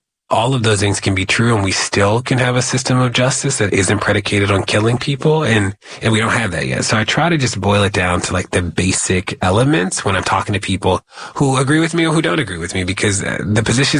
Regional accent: Baltimore, Maryland, United States; I grew up in Baltimore.

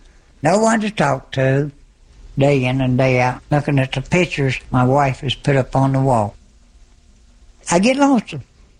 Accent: West Virginia, United States; I was born here in Pigeon Roost Island. I've never been out west, California, Montana. I've never been to them places.

